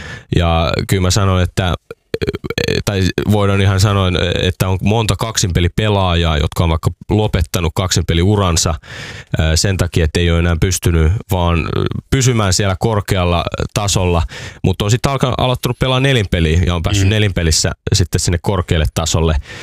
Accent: Porvoo, Uusimaa, Finland; mä tuun Porvoosta, siis mä oon Porvoosta

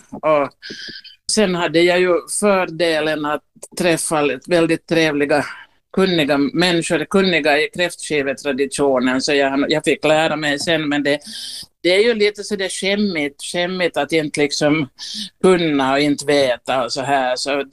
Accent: Vaasa, Ostrobothnia, Finland; Jag är ju hemma från Vasa

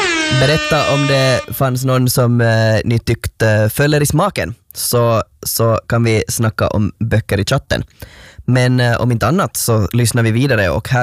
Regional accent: Finland; som finlandssvensk

